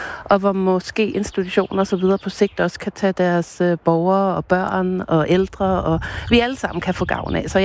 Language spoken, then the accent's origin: Danish; Capital Region of Denmark, Denmark; Og jeg synes bare, altså som guide og som bornholmer, at det er virkelig fedt, at vi har fået et skovområde